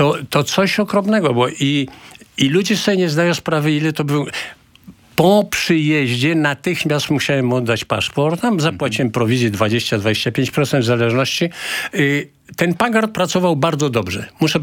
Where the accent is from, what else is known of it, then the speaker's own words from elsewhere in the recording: Warsaw, Masovian Voivodeship, Poland; also born or lived in Kraków / San Francisco; ja jestem z Pragi, prawda?